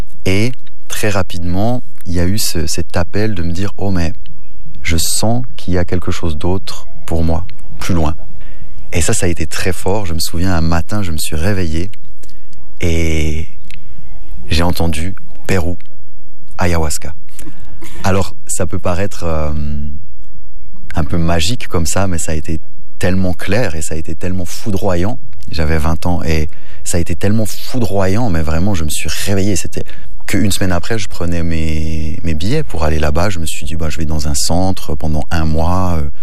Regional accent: Switzerland; born there; je suis né en Suisse. Ma famille sont quasiment tous des entrepreneurs suisses

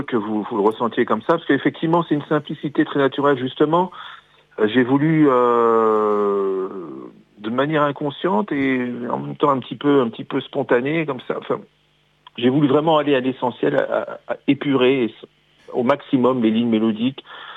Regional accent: Grand Est, France; moi j'habite tout près de Metz, j'ai toujours vécu dans la région. Voilà, je suis un vrai Lorrain de naissance.

